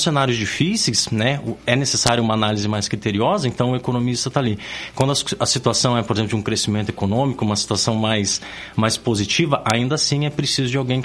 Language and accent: Portuguese; Ponta Grossa, Paraná, Brazil; Eu sou nascido, criado, vivido e estudado em Ponta Grossa, Campos Gerais.